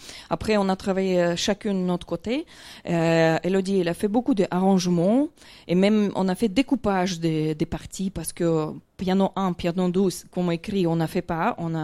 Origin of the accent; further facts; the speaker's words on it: Russia; Bah, peut-être c'est parce que moi, j'ai grandi en Russie.